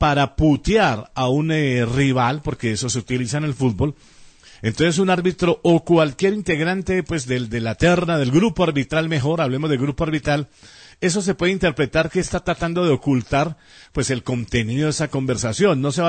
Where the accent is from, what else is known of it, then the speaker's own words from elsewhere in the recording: Colombia; nos jugamos el futuro en Colombia